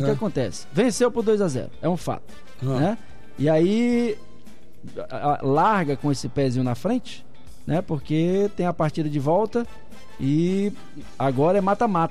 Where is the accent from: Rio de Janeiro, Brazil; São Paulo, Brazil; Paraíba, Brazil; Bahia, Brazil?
São Paulo, Brazil; eu, como morador né, nascido e criado na Vila Madalena.